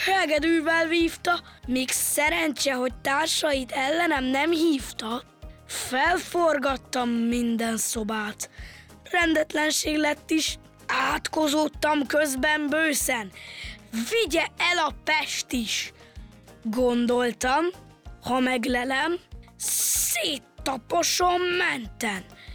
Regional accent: Kecskemét, Bács-Kiskun, Hungary; Kecskemétről jöttem, 9 éves vagyok

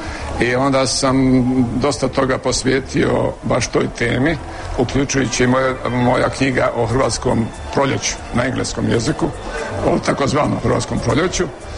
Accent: Herzegovina, Bosnia & Herzegovina; kad sam došao u moj rodni kraj, u Hercegovinu, onda sam susreo stare ljude koji su pričali o svojim križnim putevima.

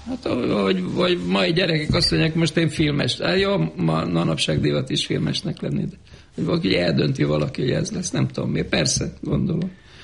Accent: Székesfehérvár, Fejér, Hungary; also born or lived in Vác; Éltünk, de nem ott születtem. Én Vácon, szóval vagomban voltak, és Vácon születtem, de hát ilyen átmeneti állapotban. Fehérváron jártam iskolába

